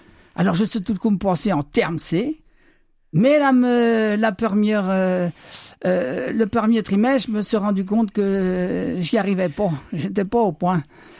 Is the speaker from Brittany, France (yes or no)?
yes; Saint-Gilles-du-Mené, Brittany, France; je suis né natif à Saint-Gilles-du-Menay.